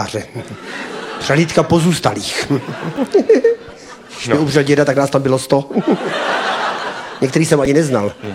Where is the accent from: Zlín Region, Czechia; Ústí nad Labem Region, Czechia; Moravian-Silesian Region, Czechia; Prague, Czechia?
Ústí nad Labem Region, Czechia; Osek; U nás v Oseku, já jsem z Oseka